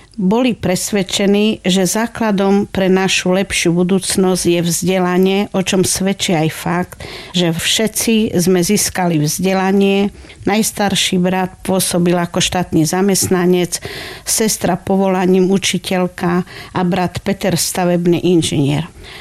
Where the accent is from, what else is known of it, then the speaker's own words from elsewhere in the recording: Ukraine; Slovak is a second language; Reko, ja som Ukrajinka a lepšie viem slovenčinu ako vy.